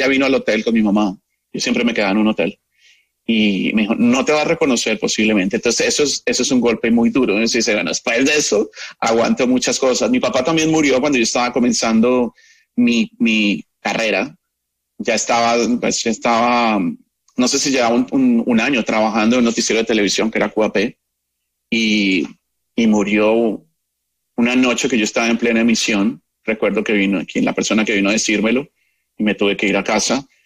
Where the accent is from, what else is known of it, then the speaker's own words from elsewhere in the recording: Colombia; moved away; Recuerdo que cuando salí de Colombia hace muchos años, que fui a ver una película